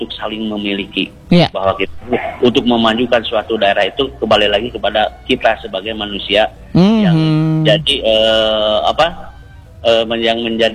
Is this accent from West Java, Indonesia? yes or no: yes; West Java, Indonesia; born there; masyarakat umumnya Jawa Barat, khususnya yang ada di kampung saya ya.